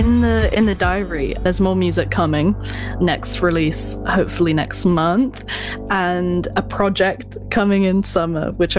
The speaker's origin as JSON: {"language": "English", "town": "Haringey", "region": "London", "country": "United Kingdom", "said": "I'm a singer-songwriter from Haringey in North London."}